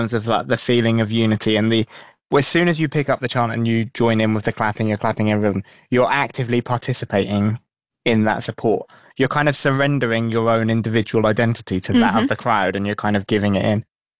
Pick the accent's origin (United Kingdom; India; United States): United Kingdom; England